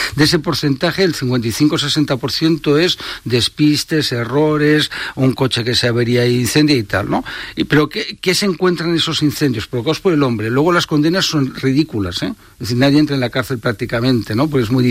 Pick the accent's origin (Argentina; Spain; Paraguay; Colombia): Spain; somos tontos los españoles, ¿no?